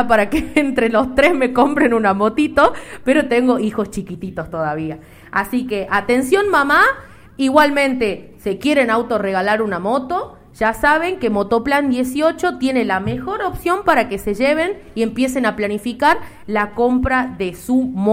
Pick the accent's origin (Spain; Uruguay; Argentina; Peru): Argentina; Colonia Santa Rosa, Salta; moved away; Yo soy de Colonia Santa Rosa.